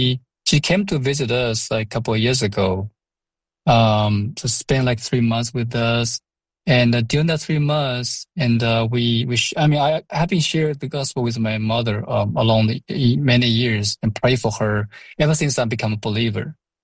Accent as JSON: {"language": "English", "country": "China", "tie": "born or raised there", "said": "Actually, I grew up in China, a small village in north, like middle part of China, and from in a big family with six kids."}